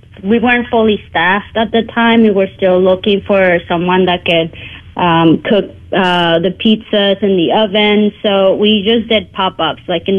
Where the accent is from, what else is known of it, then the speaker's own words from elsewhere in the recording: Ciudad Obregón, Sonora, Mexico; English is a second language; I was born and raised in Ciudad Obregón, Sonora, in Mexico